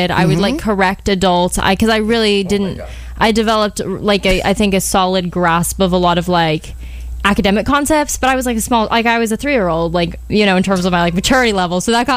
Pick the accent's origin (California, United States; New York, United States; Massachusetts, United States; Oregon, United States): California, United States; Los Angeles; I identify so strongly as a Valley girl. First of all, I want to set the record straight. I went to school in the Shokes. I grew up in Tarzana. I have so much Tarzana pride.